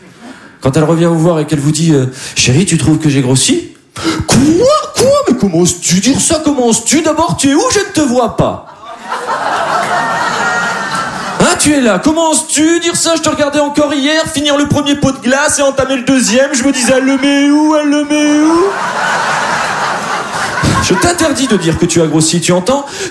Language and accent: French; Dunkirk, Hauts-de-France, France; Eh ben moi, je suis de Dunkerque. Et vous voyez bien, je parle bien. Je conjugue les verbes.